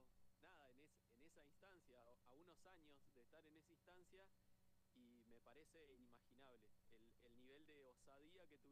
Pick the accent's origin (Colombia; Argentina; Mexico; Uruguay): Argentina; Buenos Aires; born there; now in Aluminé, Argentina; Yo nací en Capital Federal, hace unos 36 años atrás.